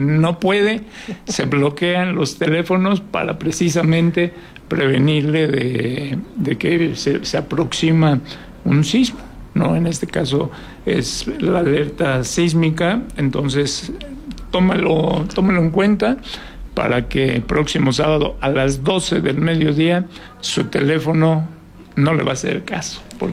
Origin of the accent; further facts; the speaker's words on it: Mexico City, Mexico; now in Durango, Mexico; yo soy de la Ciudad de México, ya estoy mucho tiempo aquí